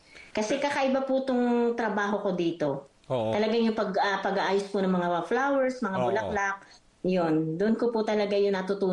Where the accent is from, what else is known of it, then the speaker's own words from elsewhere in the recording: Tanauan, Batangas, Calabarzon, Philippines; moved away as an adult; now in Italy; Sa Mabini, Batangas po yun. Kami po Talaga. Talaga, Tanawan